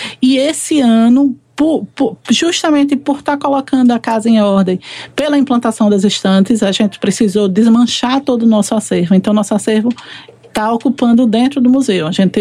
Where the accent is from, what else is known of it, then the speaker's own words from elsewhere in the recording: Sergipe, Brazil; A gente sente o nordestino, ele sempre saudade de casa no meio